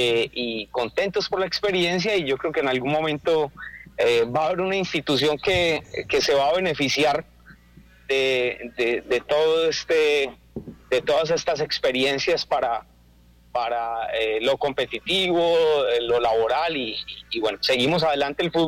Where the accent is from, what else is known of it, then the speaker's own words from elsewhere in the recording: La Virginia, Risaralda, Colombia; born there; moved away; mi pueblo cada vez más bonito.